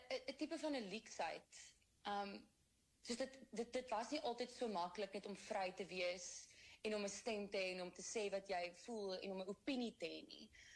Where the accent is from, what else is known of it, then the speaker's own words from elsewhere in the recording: Durbanville, Western Cape, South Africa; Ek het groot geword in Durbanville, ek het 2 broers